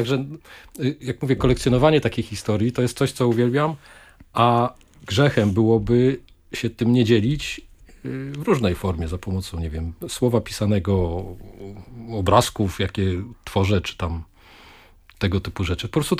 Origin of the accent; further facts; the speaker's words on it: Łódź, Łódź Voivodeship, Poland; Właśnie to jest takie ciekawe, bo wychowałem się na Abramowskiego. Później, jak to mówią, w Łodzi mieszkałem do Orla.